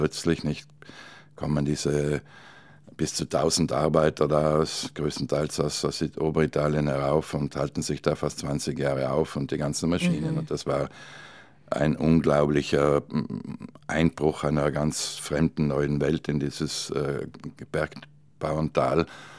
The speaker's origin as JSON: {"language": "German", "region": "Trentino-Alto Adige", "country": "Italy"}